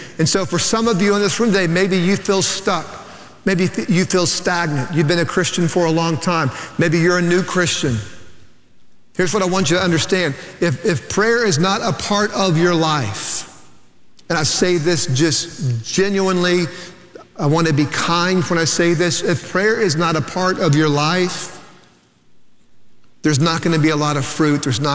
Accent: Oklahoma, United States; now in Houston, United States; I grew up in rural Oklahoma.

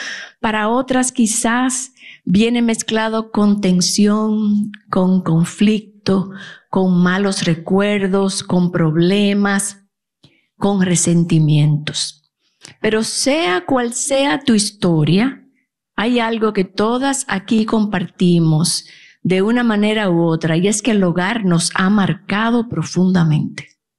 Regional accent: Dominican Republic; now in United States; Aquí hay dominicanas. ¡Wey! ¡Sí, mis compatriotas!

